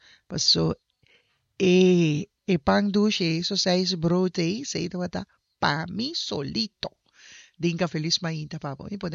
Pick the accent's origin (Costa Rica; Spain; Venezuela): Costa Rica; now in Aruba; Mi comadrita que te pisa, soy tica.